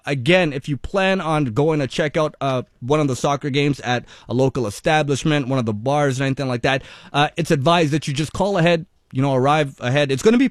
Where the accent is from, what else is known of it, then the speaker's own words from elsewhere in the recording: Toronto, Ontario, Canada; now in Montreal, Canada; I mean, I'm not a Francophone. I'm from Ontario, Toronto.